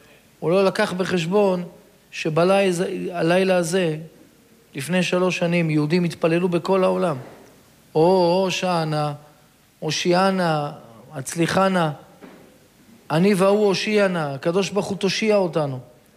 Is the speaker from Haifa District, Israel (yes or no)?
yes; Caesarea, Haifa District, Israel; born there; אני זוכר שהיינו גרים בקיסריה